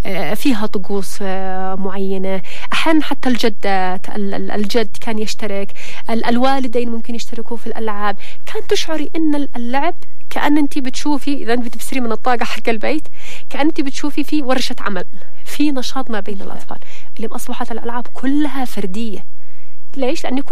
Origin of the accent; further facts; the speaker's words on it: Yemen; إحنا كمجتمع يمني